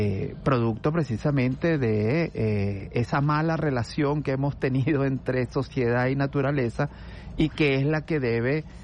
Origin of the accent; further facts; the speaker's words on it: La Guaira, Venezuela; born there; yo soy de La Guaira. Yo nací en Macorís.